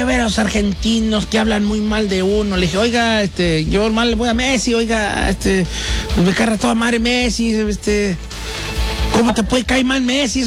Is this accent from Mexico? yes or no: yes; Mexico; pero somos